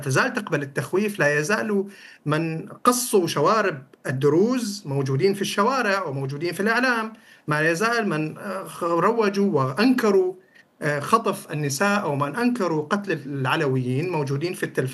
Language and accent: Arabic; Syria; هم غالبا وفق كل ما وثقناه كسوريين منتهكين.